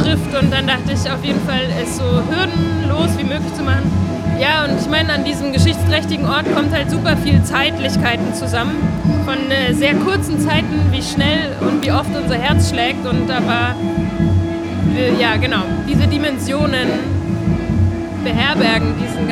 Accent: Erlangen, Bavaria, Germany; now in Leipzig, Germany; Ja, ich bin auch aus Franken.

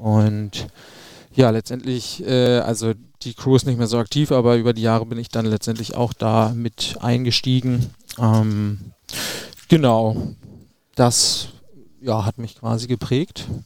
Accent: Lübeck, Schleswig-Holstein, Germany; moved away; ich komme ursprünglich aus Lübeck. Ich oute mich als Zugezogener.

